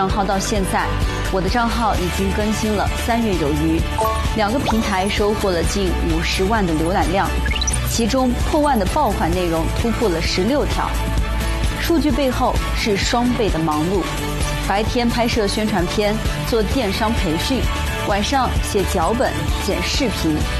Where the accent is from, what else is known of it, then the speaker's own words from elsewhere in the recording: Kunming, Yunnan, China; 我的家乡在昆明西如街道，这里是五华区主要的涉农区域。